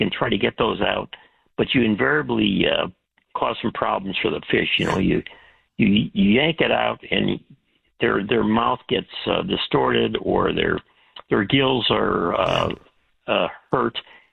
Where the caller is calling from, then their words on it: Michigan, United States; Listen, we're in Michigan, not too far from Canada.